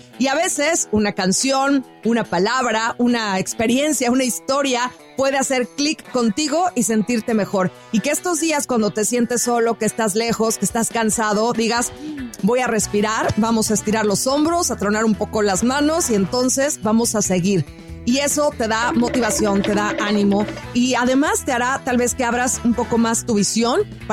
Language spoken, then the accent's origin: Spanish; Mazatlán, Sinaloa, Mexico; moved away; Soy la mazatleca que anda por acá viajando por el mundo